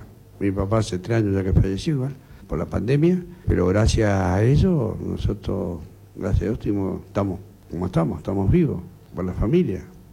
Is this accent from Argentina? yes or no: yes; Río Gallegos, Santa Cruz, Argentina; born there; soy nacido acá en Río Gallegos.